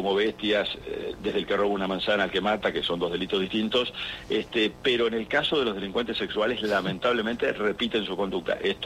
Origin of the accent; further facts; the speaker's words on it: Argentina; Creo que nos merecemos como Argentina un régimen penal juvenil, pero no un fulbito para la tribuna.